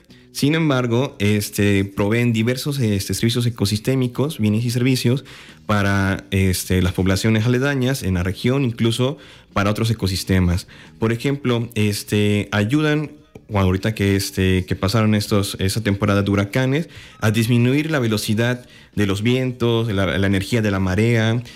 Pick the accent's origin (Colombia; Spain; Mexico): Mexico; Alvarado, Veracruz; soy de Alvarado